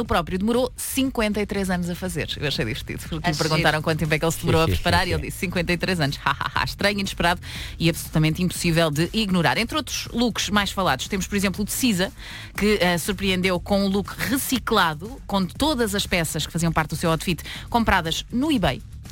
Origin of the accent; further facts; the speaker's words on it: Portugal; Porque nós somos tugas